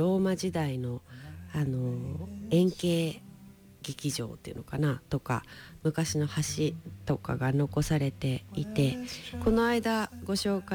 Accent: Mito, Ibaraki, Japan; born or raised there; moved away

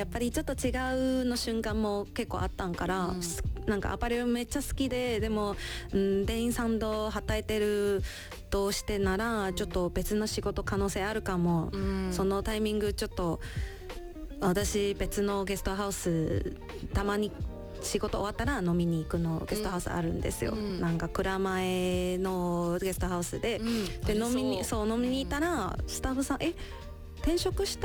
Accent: Taiwan; Japanese is a second language; now in Japan; 台湾人として

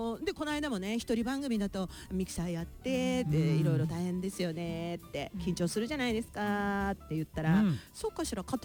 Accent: Mito, Ibaraki, Japan; accent: Ibaraki accent; 一番なまってて治らなくて、何回もパンダさんにダメ出しを食らいまして、もう本当に半泣き状態で、あの茨城出たら喋らないで勘弁してくださいって言って、

